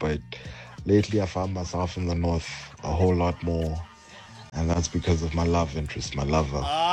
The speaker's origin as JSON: {"language": "English", "town": "Pretoria", "region": "Gauteng", "country": "South Africa", "tie": "born or raised there", "said": "I'm an East boy. I grew up in the East"}